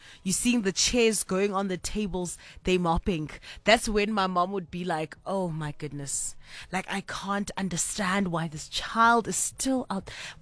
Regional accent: Kimberley, Northern Cape, South Africa; You know, December used to be that, in my hometown of Kimberley, it used to be like those Decembers where there was this one particular spot that would stay open literally till the sun comes out

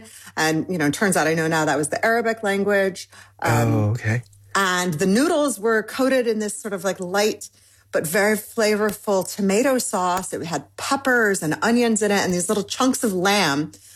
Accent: Michigan, United States; I'm Iranian American. I grew up in Michigan, but my dad and my mom's from Michigan.

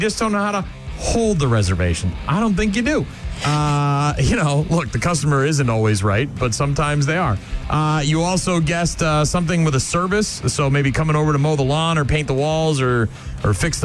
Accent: Nashua, New Hampshire, United States; our home that I grew up in on Syracuse Road in Nashua, New Hampshire

